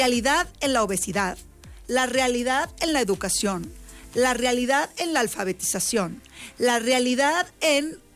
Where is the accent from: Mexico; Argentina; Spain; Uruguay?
Mexico; nosotros como mexicanos es un mes muy importante para nosotros como ciudadanos mexicanos